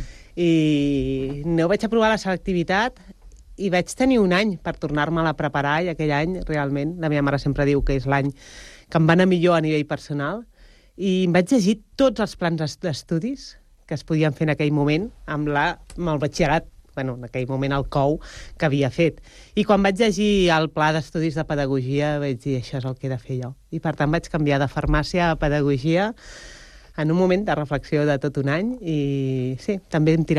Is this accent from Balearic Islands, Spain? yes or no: no; Barcelona, Catalonia, Spain; born there; now in Sant Cugat del Vallès, Spain; Jo vaig néixer a Barcelona.